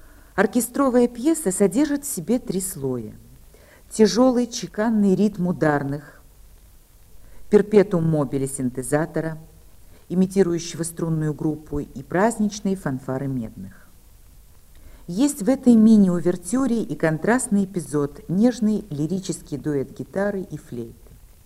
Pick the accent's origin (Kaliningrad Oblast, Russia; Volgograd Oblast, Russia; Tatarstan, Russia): Volgograd Oblast, Russia; Volgograd; этого года отмечалась одна из самых больших военных дат – 40-летие победы под Сталинградом. Это мой родной город, там мои корни, там я жила, училась.